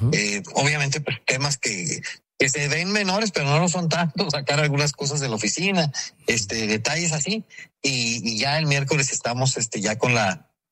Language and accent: Spanish; Chihuahua, Mexico; pero pues como buen chihuahuense no somos dejados.